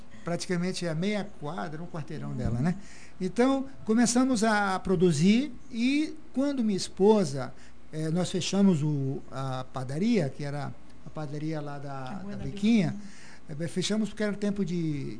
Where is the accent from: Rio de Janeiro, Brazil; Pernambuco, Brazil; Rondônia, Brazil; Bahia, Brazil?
Rondônia, Brazil; nós somos daqui, nós somos do norte. Somos de Rondônia, da fronteira com a Bolívia, né?